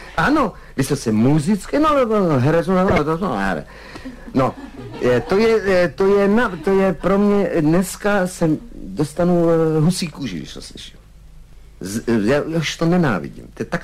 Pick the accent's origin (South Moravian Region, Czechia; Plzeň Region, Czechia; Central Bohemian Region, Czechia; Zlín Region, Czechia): Central Bohemian Region, Czechia; Smečno; Já jsem prostý chlapec ze Smeče, který se vyšvihl.